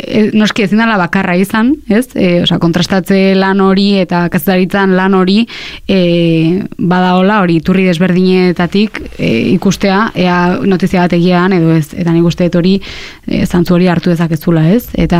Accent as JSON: {"language": "Basque", "town": "Lazkao", "region": "Basque Country", "country": "Spain", "lives_now": "Beasain, Spain", "said": "Lazkaon jaio nintzen, Beasainen bizi naiz, baina Lazkaotarra naiz izatez."}